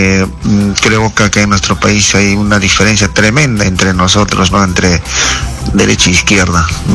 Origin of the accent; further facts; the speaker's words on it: Peru; trabajando como siempre, cambiando. Como todo peruano.